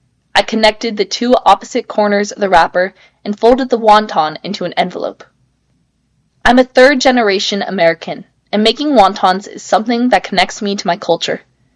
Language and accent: English; Bagaluru, Karnataka, India; Born and raised in Bagaluru, Karnataka, and I am going to ninth grade next year. I can speak Malayalam, Tamil, Hindi, and Kannada, along with English.